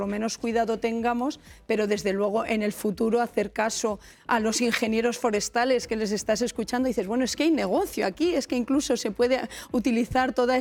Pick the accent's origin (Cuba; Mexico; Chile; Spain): Spain; Guadalajara, Castilla-La Mancha; yo soy de Guadalajara, hace una semana estábamos en Guadalajara